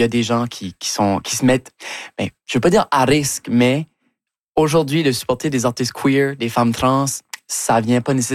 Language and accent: French; Shediac, New Brunswick, Canada; accent: Acadian; moved away as an adult; now in Montreal, Canada; je veux retourner à pas Moncton, à Shediac, là où j'ai grandi